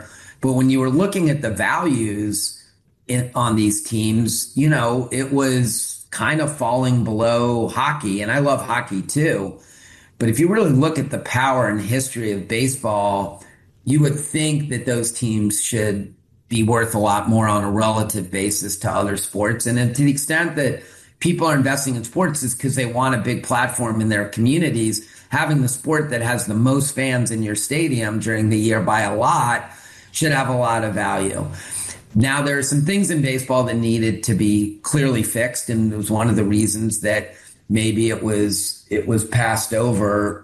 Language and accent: English; Maryland, United States; born or raised there